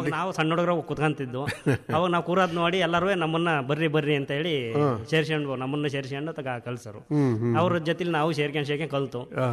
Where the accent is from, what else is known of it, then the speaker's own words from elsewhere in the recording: Chikkur, Karnataka, India; Primary school, high school ಎಲ್ಲ ಚಿಕ್ಕೂರಾಗೆ.